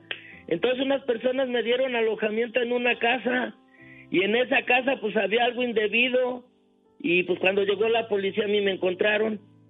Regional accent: Mexico; also born or lived in United States; para morirme aquí en México.

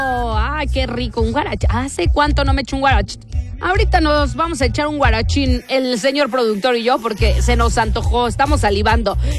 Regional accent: Mexico; como buenos mexicanos, bebé, tú y yo sabemos que a veces somos bien impuntuales, bien tardados.

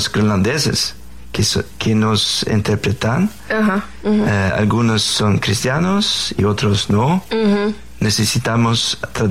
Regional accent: Faroe Islands; first language Faroese; Spanish is a second language; moved away; Ya hablo feroés, naturalmente es mi lengua materna, también danés y noruega, sueco, más o menos, que son lenguas similares. He estudiado francés y alemán

